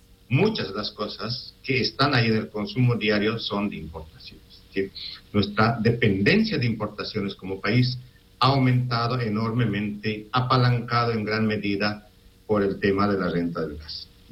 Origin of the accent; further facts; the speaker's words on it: Bolivia; porque somos bolivianos